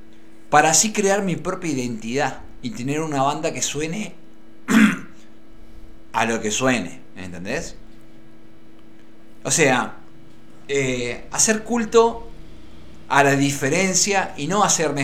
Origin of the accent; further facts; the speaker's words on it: Argentina; Mirá cómo somos los argentinos.